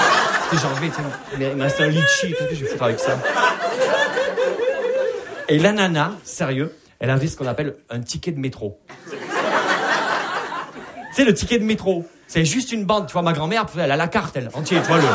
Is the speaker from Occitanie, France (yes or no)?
yes; Perpignan, Occitanie, France